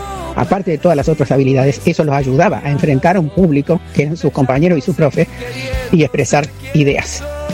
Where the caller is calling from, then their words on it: Argentina; de Villa Belgrano.